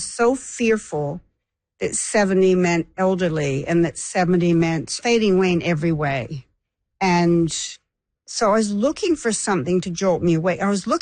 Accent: Canada; moved away as an adult; now in Australia; I'm a Canadian living in Australia. I've been here 40 years. On the approach of my 70th birthday

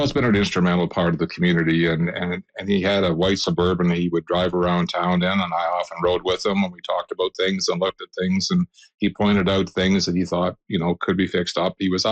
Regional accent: Gore Bay, Ontario, Canada; I was born and raised in Gore Bay.

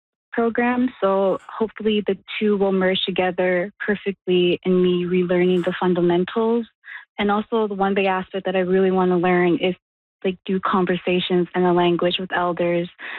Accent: Fort Providence, Northwest Territories, Canada; growing up in Fort Providence, there wasn't really a lot of resources around art in general.

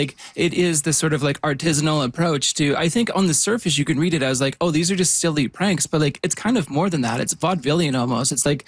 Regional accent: Yukon, Canada; I grew up in the Yukon

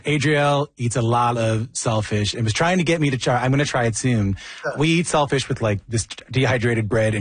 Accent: Newfoundland and Labrador, Canada; I'm from Newfoundland and we eat a lot of salt fish in Newfoundland, right?

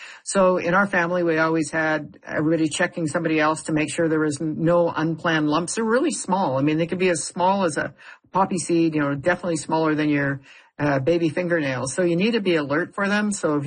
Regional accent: British Columbia, Canada; I come from the Cariboo, so definitely our dry, grassy areas are very prone for ticks

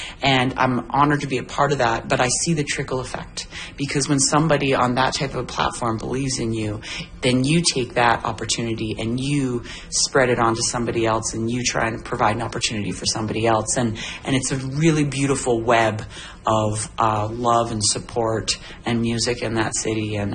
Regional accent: Prince Edward County, Ontario, Canada; now in Kingston, Canada; I'm not originally born and raised in Kingston, that I can brag about it, because I've lived there for 22 years. It is home. I'm from Prince Edward County, an hour down the road.

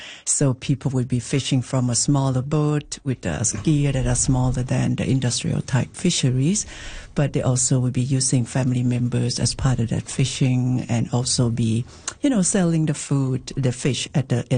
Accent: Thailand; now in Newfoundland and Labrador, Canada; I'm from Thailand

